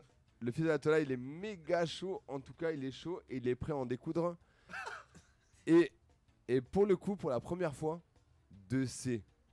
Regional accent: Marseille, Provence-Alpes-Côte d'Azur, France; Moi, je suis marseillais, je suis du sud-est.

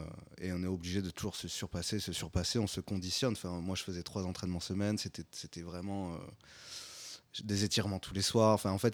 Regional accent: Léguevin, Occitanie, France; born there; also born or lived in Bourg-la-Reine / Vélizy-Villacoublay / Muret; 8-9 ans et c'est à cet âge-là après qu'on est parti dans le sud à Muret, un an à Muret et après à Léguevin. J'ai fait toute mon adolescence à Léguevin.

